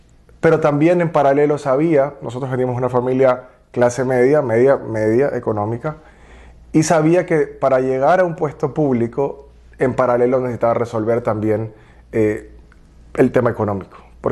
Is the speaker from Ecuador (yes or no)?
yes; Ecuador; soy ecuatoriano, tengo 34 años